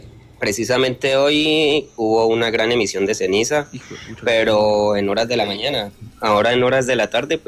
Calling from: Popayán, Cauca, Colombia; Desde la Ciudad Blanca, Popayán.

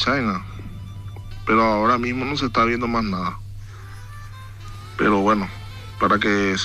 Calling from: Itá, Central, Paraguay; Yo soy de Itá, pero tengo mi negocio en Villeta.

